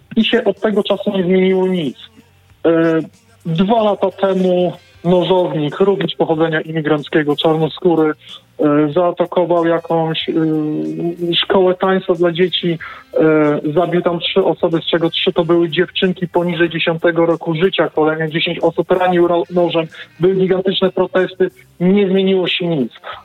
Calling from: United Kingdom; Skoro dzwonię z Wielkiej Brytanii

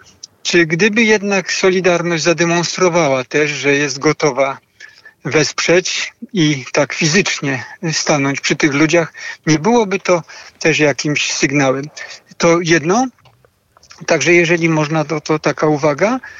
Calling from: Kraków, Lesser Poland, Poland; z Krakowa.

